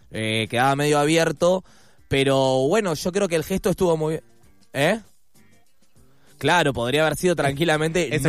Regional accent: Argentina; todos somos muy patriotas y muy argentinos, pero hay que acordarse que vivimos en este país

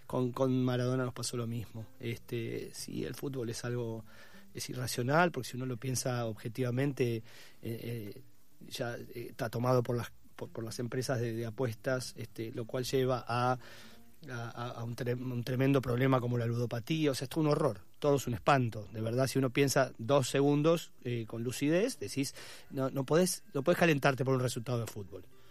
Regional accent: La Plata, Buenos Aires Province, Argentina; now in Buenos Aires, Argentina; mudé y me quedé en Buenos Aires. Si bien yo conocía el hecho, de la noche de los lápices, porque soy platense

